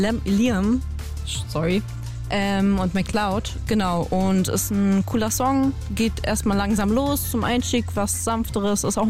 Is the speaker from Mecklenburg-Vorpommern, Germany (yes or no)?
no; Steglitz, Berlin, Germany; Sonst ich bin 26 Jahre alt, ich komme aus Steglitz, so wie du auch.